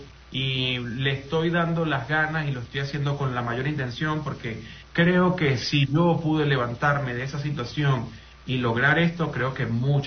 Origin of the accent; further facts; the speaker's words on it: Caracas, Capital District, Venezuela; porque mi familia, yo soy de Caracas, mis padres están allá.